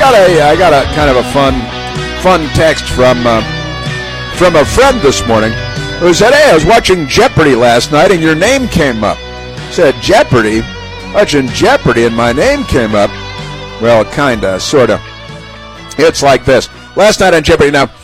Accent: Bronxville, New York, United States; born there; I was born in New York and Bronxville, New York

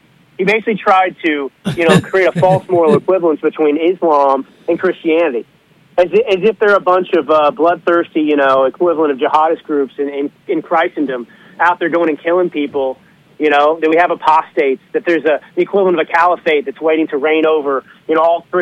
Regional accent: Dallas, Texas, United States; moved away as an adult; also born or lived in Malibu / New York City; I grew up in Dallas, Texas, but I went to an all-male Jesuit elitist college prep school for high school.

